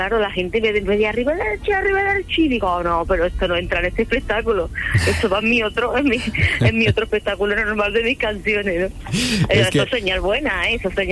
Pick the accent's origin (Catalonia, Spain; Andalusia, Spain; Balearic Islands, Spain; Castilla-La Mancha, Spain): Andalusia, Spain; Seville; moved away; me bajaré para Sevilla, este viaje, que quiero estar en mi tierra estos dos mesecitos